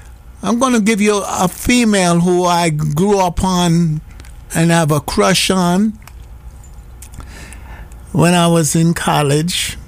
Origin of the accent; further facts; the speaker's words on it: Jamaica; Yes, I'm Jamaican, but I'm a child of God.